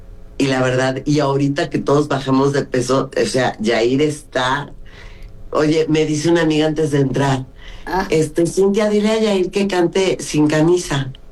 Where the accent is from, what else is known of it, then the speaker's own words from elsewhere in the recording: Mexico City, Mexico; born there; also born or lived in Brazil; nos fuimos a vivir a una vecindad, a Clavería, que está al lado de Azcapotzalco, donde hice la preparatoria. Crecí en Popotla, y el hecho de venir de una colonia que no sea la colonia más nice